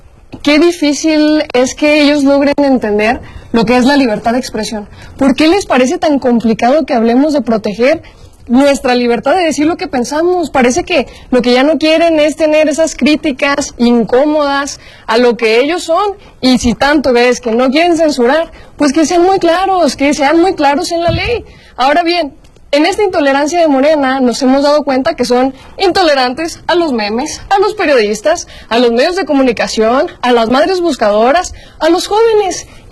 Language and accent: Spanish; Chihuahua, Mexico; Y mira, quiero iniciar con Chihuahua, mi tierra, Chihuahua.